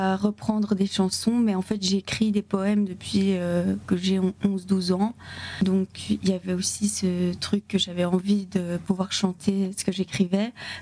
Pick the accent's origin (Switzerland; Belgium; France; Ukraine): Belgium; Luttre, Wallonia; je viens de Lutre, donc c'est entre Charleroi voilà. Et Nivelles.